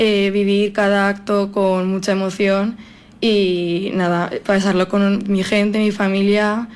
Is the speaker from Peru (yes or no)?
no; Spain; now in Campillo, Spain; yo es que de pequeña no he estado en el Campillo, siempre he sido de la Puebla, pero llegué, me acogieron y ya llevo un par de años aquí y como si estuviera de aquí toda la vida.